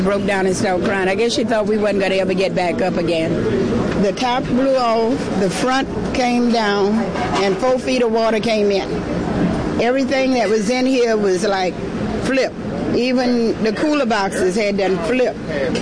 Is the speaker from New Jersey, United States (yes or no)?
no; New Orleans, Louisiana, United States; I was born in New Orleans, went to school. That's my roots. I have to go home.